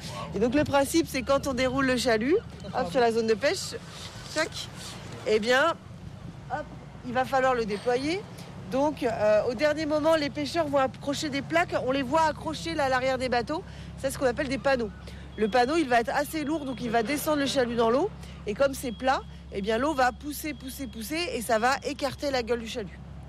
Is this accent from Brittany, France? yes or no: yes; Brittany, France; On dit le bao, sinon chez nous en Bretagne.